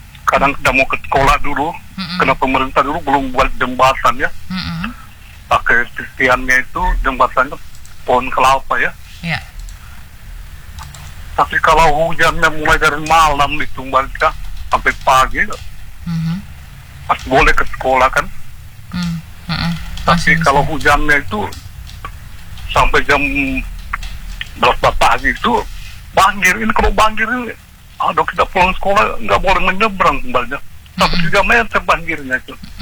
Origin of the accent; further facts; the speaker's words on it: Donggala, Central Sulawesi, Indonesia; born there; Iya, kalau di daerah aku Bangsa ada sungai yang berbelah Kota Donggala itu ya.